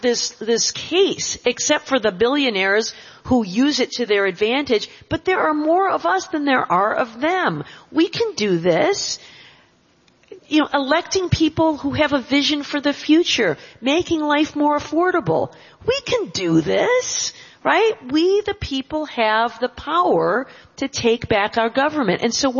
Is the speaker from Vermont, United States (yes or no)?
no; Michigan, United States; the way we have in my home state of Michigan